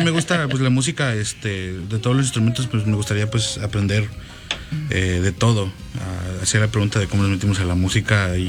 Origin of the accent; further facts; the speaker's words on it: Papalotla, Tlaxcala, Mexico; moved away; yo crecí un buen tiempo en Tlaxcala.